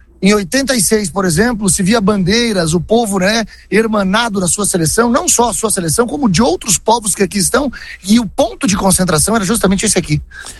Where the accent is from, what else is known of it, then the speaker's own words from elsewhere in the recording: Brazil; quando sabem que somos brasileiros